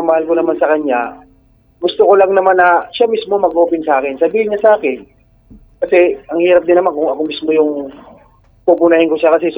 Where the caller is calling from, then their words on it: Calabarzon, Philippines; po ng Laguna.